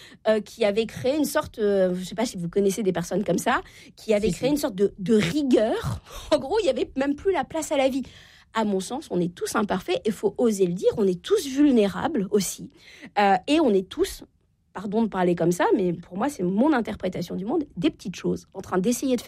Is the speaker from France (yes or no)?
yes; Normandy, France